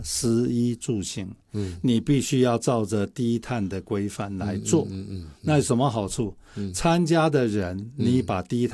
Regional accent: Taiwan; 我们台湾人很善良，大家一天到晚想要捐钱，

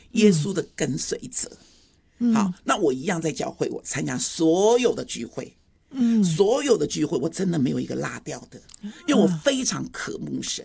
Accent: Shandong, China; now in Taiwan; 我是山东妞嘛，我是山东人嘛，很海派，我说当然来我家住啊，你来台北了一定要住我家。

